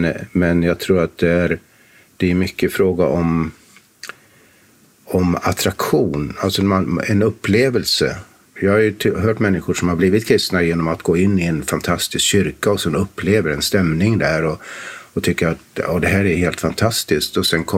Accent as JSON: {"language": "Swedish", "country": "Sweden", "said": "Alltså, eftersom vi var infödda svenskar så visste vi hur svenskar tänker lite grann"}